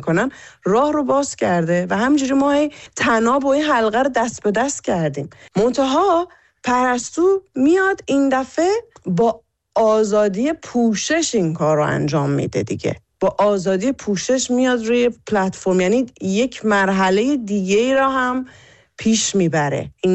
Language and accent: Persian; Iran; moved away; داره دو سال میشه که از شهریور دیگه میشه دو سال که من از ایران اومدم بیرون و از اون فضا دور شدم.